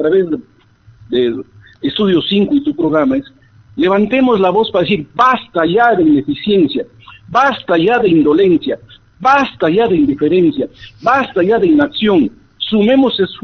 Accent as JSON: {"language": "Spanish", "region": "Huánuco", "country": "Peru", "tie": "born or raised there", "said": "Yo estoy transitoriamente a Huánuco, pero Huánuco es mi tierra. Aquí he crecido, aquí he desarrollado."}